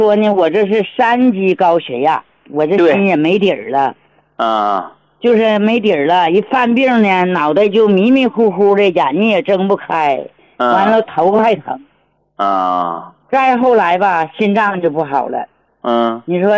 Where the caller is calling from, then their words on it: Jilin, China; 啊，我家是吉林的， 啊， … ，啊，今年70多了，72。